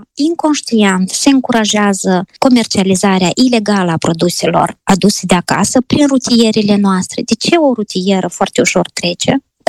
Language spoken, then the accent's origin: Romanian; Moldova; moved away as an adult; now in Nice, France; nu mai suntem mii și mii de moldoveni aici